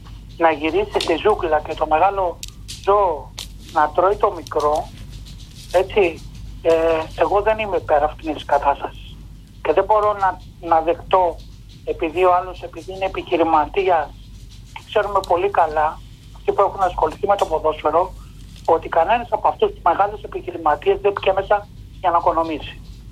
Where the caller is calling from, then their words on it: Aigaleo, Attica, Greece; από το Εγάλεο.